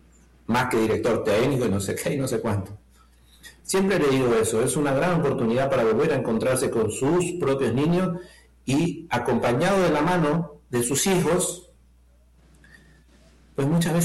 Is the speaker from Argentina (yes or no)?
yes; Argentina; probablemente yo no me hubiera dicho hincha del equipo que me hice de pequeño en Argentina